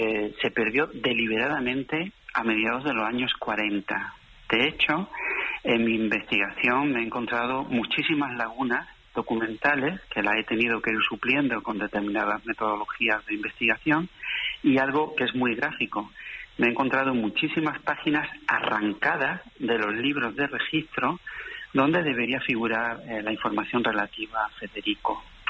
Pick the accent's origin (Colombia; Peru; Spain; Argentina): Spain; Granada, Andalusia; Pero también como granadino quiero expresar mi deuda de gratitud